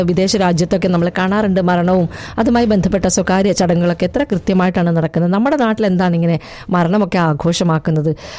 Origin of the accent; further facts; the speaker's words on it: Kerala, India; ഒരു മലയാളി എന്ന നിലയിൽ, ഒരു ഇന്ത്യക്കാരൻ എന്ന നിലയിൽ